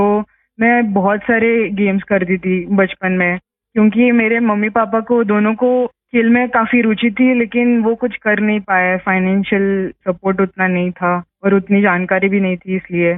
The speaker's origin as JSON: {"language": "Hindi", "town": "Kolhapur", "region": "Maharashtra", "country": "India", "said": "Sir मैं proper Kolhapur Maharashtra से हूँ।"}